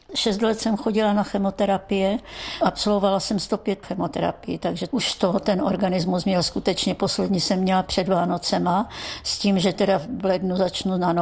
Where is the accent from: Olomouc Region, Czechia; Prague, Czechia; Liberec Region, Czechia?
Olomouc Region, Czechia; Olomouc; já jsem z Olomouce